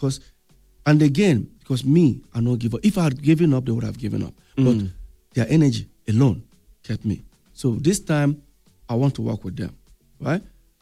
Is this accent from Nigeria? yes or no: yes; Nigeria; I'm Nigerian.